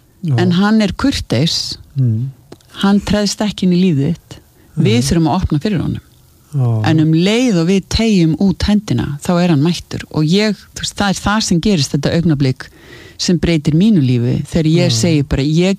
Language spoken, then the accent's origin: Icelandic; Hafnarfjörður, Capital Region, Iceland; En ég gaflari, ég fætti á Sólvangi og ég alinn upp í Hafnarfirði að stærstum hluta og ég fjórða kynslóð á Hamrunum